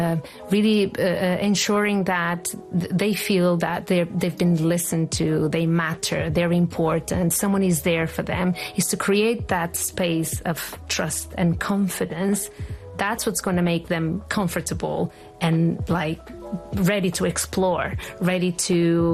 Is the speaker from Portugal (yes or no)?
yes; Porto, Porto District, Portugal; now in Oman; Well, I am from Porto, from Portugal, and I've worked in education for about, until now, for about 25 years.